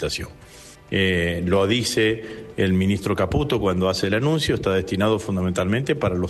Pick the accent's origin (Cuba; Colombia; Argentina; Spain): Argentina